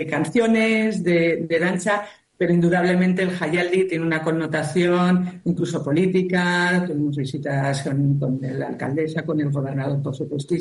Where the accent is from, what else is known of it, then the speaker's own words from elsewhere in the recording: Bilbao, Basque Country, Spain; born there; yo soy un caso de diáspora yo mismo. … yo nací en Bilbao, pero mis padres se conocieron en Estados Unidos.